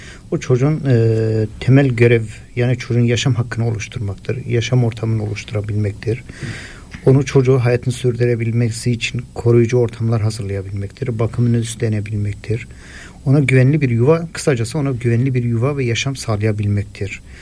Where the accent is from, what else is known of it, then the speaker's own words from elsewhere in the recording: Erzurum, Turkey; born there; moved away as an adult; now in Istanbul, Turkey; Erzurum doğumluyum. 1984. 97'de İstanbul'a geldim. 97'den beri İstanbul'da ikamet etmekteyim.